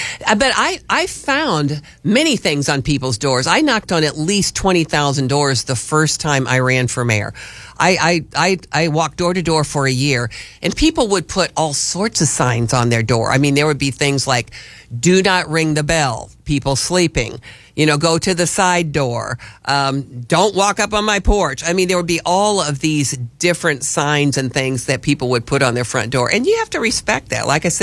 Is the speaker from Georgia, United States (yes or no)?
no; Wood River, Illinois, United States; moved away; I grew up in Wood River, Illinois, which is right there along where the Mississippi River is, and the Missouri River too.